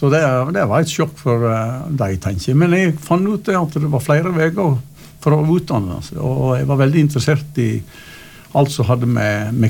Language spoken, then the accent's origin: Norwegian; Øvre Årdal, Vestland, Norway; moved away as an adult; now in Innvik, Stryn, Norway; Jeg har vokst opp i Øvre Årdal og vært der for det meste. Ja, jeg er stolt Årdal.